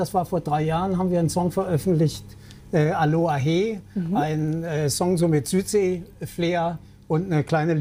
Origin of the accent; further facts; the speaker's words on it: Nuremberg, Bavaria, Germany; Ich komme aus Nürnberg und bin der Einladung von Nancy natürlich sehr gern gefolgt.